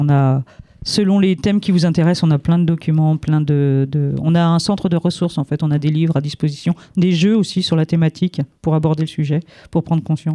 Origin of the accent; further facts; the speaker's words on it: Pays de la Loire, France; moved away as an adult; now in Laval, France; Moi, je suis de Loire-Atlantique et je comptais pas quitter ma Loire-Atlantique.